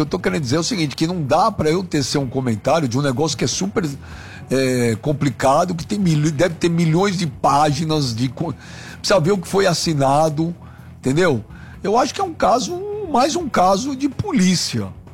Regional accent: Brazil; sou brasileiro

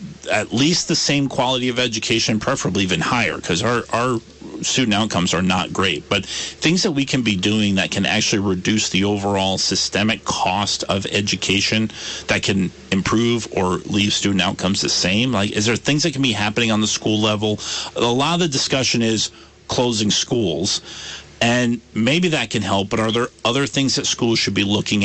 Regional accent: Brandon, Vermont, United States; I grew up in Brandon, and Brandon used to have its own high school for that town.

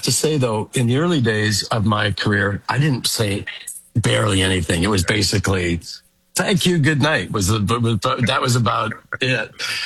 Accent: Regina, Saskatchewan, Canada; growing up in Regina

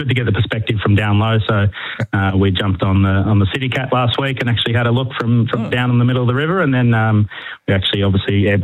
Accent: Melbourne, Victoria, Australia; I've just always grown up loving aircraft, and growing up in Melbourne, used to always go along to the Avalon Air Show every 2 years, and any time I'd be around Melbourne Airport, love to go and watch the planes take off and land.

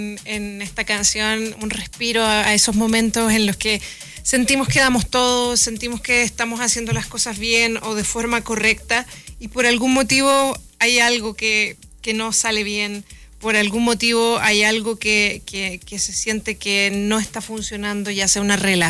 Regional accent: Chile; soy chilena, cantante, futbolista

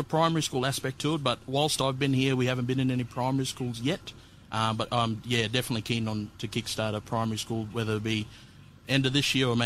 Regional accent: Townsville, Queensland, Australia; born and raised in Townsville.

